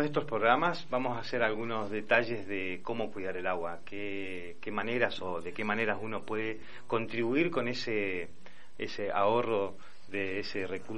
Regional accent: General Alvear, Mendoza, Argentina; yo que soy también del sur, soy de General Alvear, allá la finca era algo habitual.

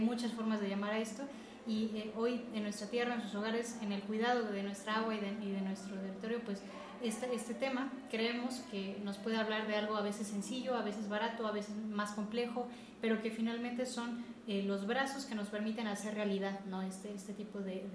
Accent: Puebla, Mexico; born there; yo soy poblana finalmente de nacimiento, mi familia es dispersa, ¿no?, de cada uno un lugar diferente, y de alguna forma me he desarrollado, ¿no?, justamente en estas tierras benditas que nos han recibido

